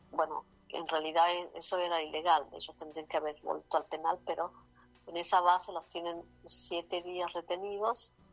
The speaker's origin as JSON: {"language": "Spanish", "region": "Santiago del Estero", "country": "Argentina", "said": "mi padre nació, somos de Santiago del Estero"}